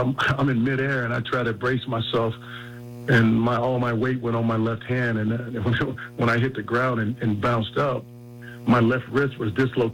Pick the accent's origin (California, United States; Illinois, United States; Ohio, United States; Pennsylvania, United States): Illinois, United States; Joliet; the city of Joliet. You know, that's my hometown, and I love these guys there